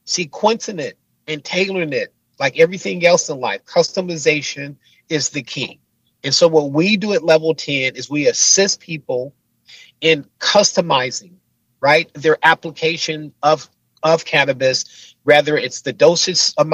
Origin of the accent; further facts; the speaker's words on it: Oakland, California, United States; I grew up in the Bay Area in Oakland